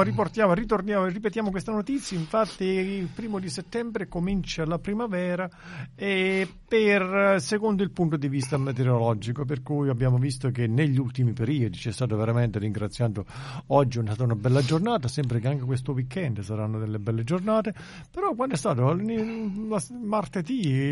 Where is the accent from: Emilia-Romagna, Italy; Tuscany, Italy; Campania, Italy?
Campania, Italy; now in Australia; E io sono irpino e vengo dal Partenio, vicino Partenio.